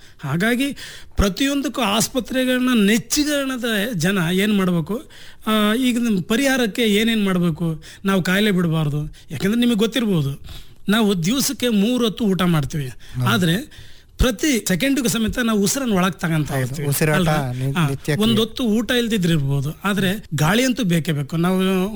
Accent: Chitradurga, Karnataka, India; ಚಿತ್ರದುರ್ಗದ ನಿವಾಸಿ. ನಾನು ನನ್ನ ಬಾಲ್ಯದಿಂದ ಶಿಕ್ಷಣವನ್ನು ಇಂದ ಹಿಡಿದು PUC ಡಿಗ್ರಿ, ಮಾಸ್ ಡಿಗ್ರಿ ಹಾಗೂ BEd ಇವೆಲ್ಲವನ್ನು ಸಮೇತ ಚಿತ್ರದುರ್ಗದಲ್ಲೇ ನಾನು ಮುಗಿಸಿರ್ತೇನೆ.

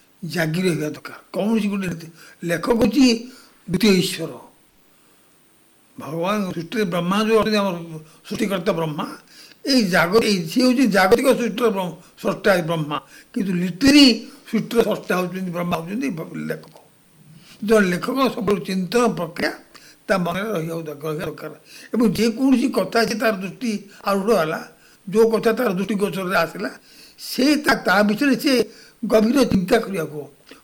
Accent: Odisha, India; born there; ମୁଁ ସାର୍ ଆମ ଗଞ୍ଜାମର ଜନ୍ମ

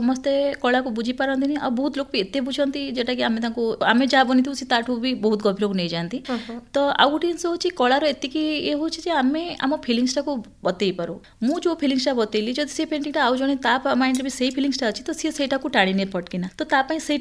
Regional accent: Kahalia, Odisha, India; born there; now in Rourkela, India; ମୋର ଜନ୍ମସ୍ଥାନ ହେଉଛି ବାଲେଶ୍ୱରର ନୀଳଗିରି ସହରର କାହାଳିଆ ଗ୍ରାମରେ, ଆଉ ମୁଁ ଜଣେ ଆର୍ଟିଷ୍ଟ।

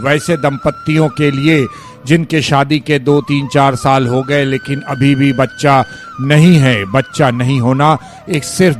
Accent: Bihar, India; हमारे यहाँ बिहार में, आस पड़ोस में

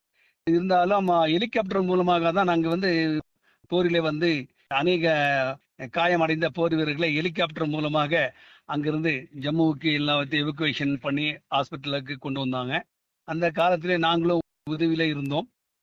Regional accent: Tamil Nadu, India; moved away as an adult; நான் உதகை கடநாடு கிராமத்திலே பிறந்து வளர்ந்தவர். எனக்கு 19 வயது ஆகும் போது நான் இந்திய இராணுவத்திலே சேர்ந்தேன்.

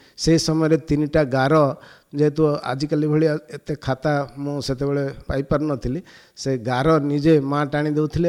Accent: Odisha, India; ଛାତ୍ର ଜୀବନ ମୋର କଳାହାଣ୍ଡିର ଅନେକ ଗୁଡ଼ିଏ ଜାଗାରେ, ଯେହେତୁ ବାପା ପୋଲିସ ସର୍ଭିସ କରୁଥିଲେ ସେଥିପାଇଁ କଳାହାଣ୍ଡିର ଶିକରକୁପା, ନର୍ଲା, ପଲ୍ଲମ, କେସିଙ୍ଗା, ଧର୍ମଗଡ଼, ଭବାନୀପାଟଣା ଏଭଳି ଅନେକ ଜାଗାରେ ମୁଁ ପାଠ ପଢ଼ିଛି।

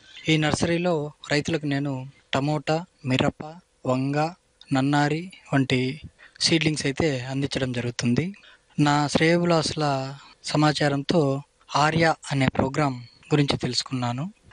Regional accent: Akkalareddipalle, Andhra Pradesh, India; మాది వైఎస్ఆర్ కడప జిల్లా పూర్వామిల్ల మండలం అక్కలరెడ్డిపల్లె గ్రామం.

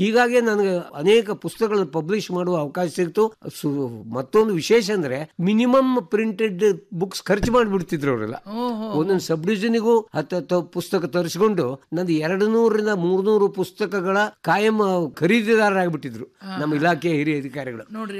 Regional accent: Sirsi, Karnataka, India; also born or lived in Manjuguni; ನಾನು ಮೂಲತಃ ಉತ್ತರ ಕನ್ನಡ ಜಿಲ್ಲೆಯ ಶಿರಸಿಯ ಅಲ್ಲಿ ಶ್ರೀಕ್ಷೇತ್ರ ಮಂಜುಗುಣಿಯವನು. ಬಹುಶಃ ನಾನು ಹುಟ್ಟಿದ ಮಲೆನಾಡಿನ ಪ್ರಭಾವವೋ ಏನೋ

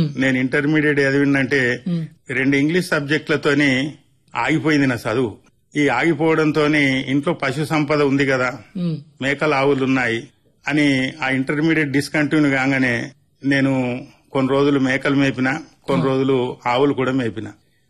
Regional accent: Yapalaguda, Telangana, India; మా ఊరు యాపలగూడ. ఇక నేను ఏ కాలాన్ని కూడా నేను పట్టణంలో గడిపింది లేదు. ఒక చదువుల నిమిత్తము నేను పండిత శిక్షణ పొందినప్పుడు మాత్రమే ఒక సంవత్సరం హైదరాబాద్ లో ఉండవలసి

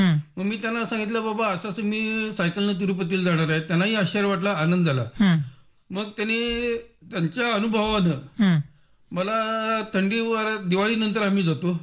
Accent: Sangli, Maharashtra, India; माझं बालपण सराफकटा इथं तानोडे पुस्तक दुकानच्या गल्लीमध्ये झालेलं आहे आणि आरवाडे स्कूलमध्ये माझं प्राथमिक शिक्षण झालेलं आहे.

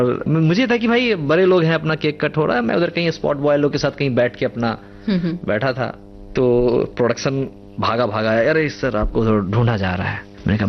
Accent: Bihar, India; मैंने कहा सर मैं तो बिहार से हूँ।

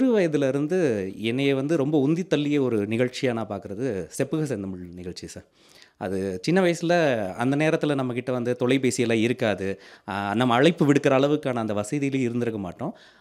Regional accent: Tamil Nadu, India; சொந்த ஊர் தேனி மாவட்டம் சார்.

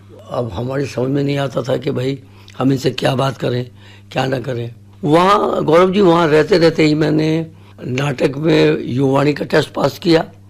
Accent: Bulandshahr district, Uttar Pradesh, India; also born or lived in Porbandar, Gujarat; now in Muzaffarnagar, India; वैसे तो मैं डिस्ट्रिक्ट बुलंदशहर का रहने वाला हूँ, एक गांव का, ये करीब 50-60 साल से हम मुजफ्फरनगर में सेटल हैं।

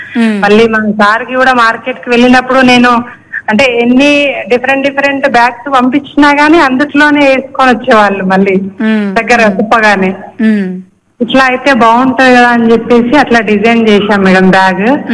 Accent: Sircilla, Telangana, India; మాది ఇక్కడ వచ్చేసి వర్కింగ్ కొనరావుపేట మండల్. మా ఊరు వచ్చేసి సిరిసిల్ల అండి.

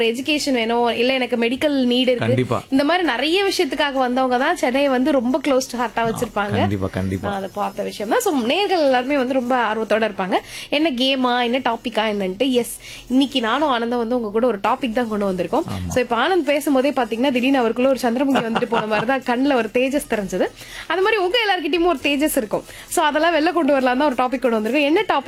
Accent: Chennai, Tamil Nadu, India; இங்கேயே பிறந்து வளர்ந்த நான்

